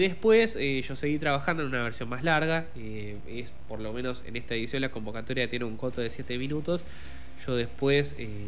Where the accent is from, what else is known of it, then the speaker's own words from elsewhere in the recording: Argentina; los únicos que pensamos que el cine argentino es una mierda somos los argentinos.